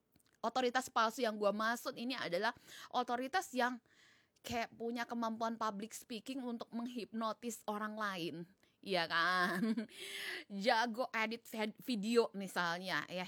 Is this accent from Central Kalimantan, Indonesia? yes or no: no; North Sumatra, Indonesia; Kalau di kampung aku di Sumut sama di Jakarta, di kampung aku masih lebih dipercaya tetua, tokoh adat, tokoh agama